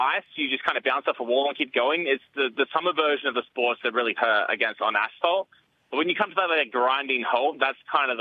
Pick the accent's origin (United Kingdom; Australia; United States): Australia; That's why … because I'm from Australia.